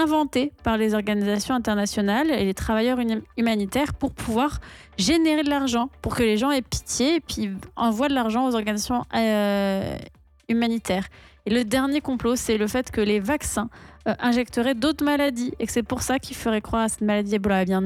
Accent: France

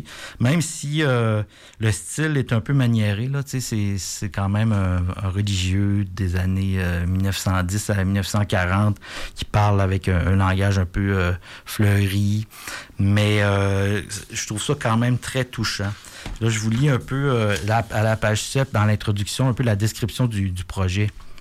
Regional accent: Saint-Ferdinand, Quebec, Canada; moved away; Je viens de Saint-Ferdinand

